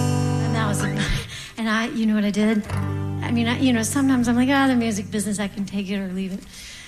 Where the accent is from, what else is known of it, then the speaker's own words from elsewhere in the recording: North Carolina, United States; I wrote about my hometown in North Carolina. Yeah, North Carolina.